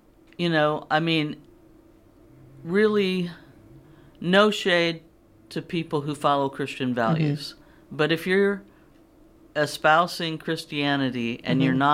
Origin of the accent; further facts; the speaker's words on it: St. Louis, Missouri, United States; moved away; I'm from St. Louis